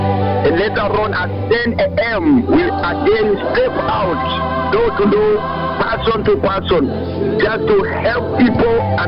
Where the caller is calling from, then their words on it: Mombasa, Mombasa County, Kenya; I'm calling from Kongoya, right here in Mombasa